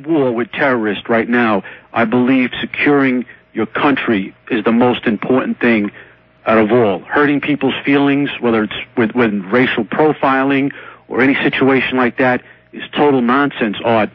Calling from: New York City, New York, United States; I'm in New York City.

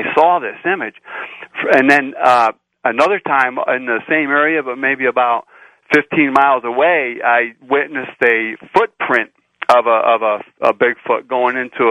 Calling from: Florida, United States; down in Florida, South Florida.

